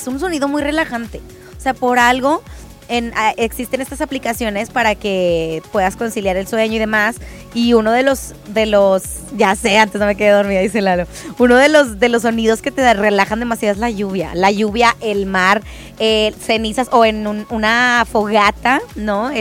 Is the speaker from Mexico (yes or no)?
yes; Monterrey, Nuevo León, Mexico; Nosotros los regios